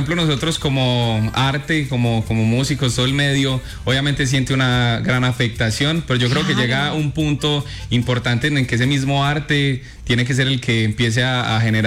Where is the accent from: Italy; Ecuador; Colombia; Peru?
Colombia; La Virginia, Risaralda; Allá, a la Virginia, que es mi pueblito.